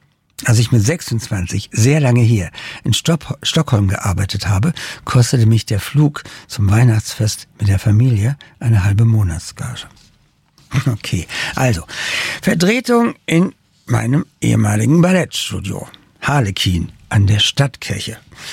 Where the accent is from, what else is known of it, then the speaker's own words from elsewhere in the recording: Darmstadt, Hesse, Germany; geht die Sonne unter, hinter den Darmstädter Palmen. Ein plötzlich rosa Himmel und ich freue mich an meiner Heimatstadt